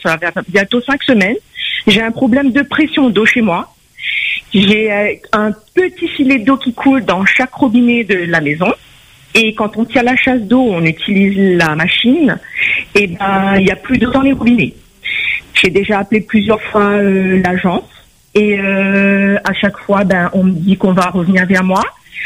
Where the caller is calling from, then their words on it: Saint-Paul, Réunion; Moi je suis de Saint-Paul